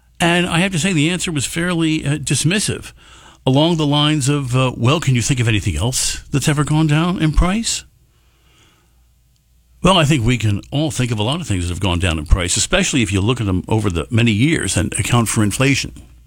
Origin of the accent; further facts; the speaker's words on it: New Jersey, United States; now in Rochester area, New York, United States; as a kid growing up in New Jersey